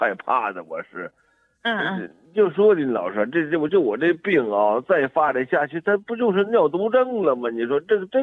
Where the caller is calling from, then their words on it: Gansu, China; 我是甘肃的，我今年67岁，